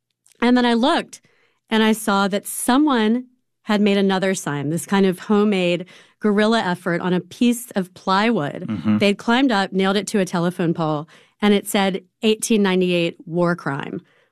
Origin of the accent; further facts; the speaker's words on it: Wilmington, North Carolina, United States; I was born in Wilmington in 1980. And yes, in 2016, I was 36.